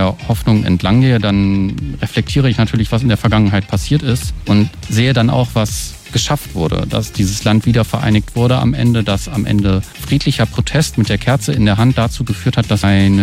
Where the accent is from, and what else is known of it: Germany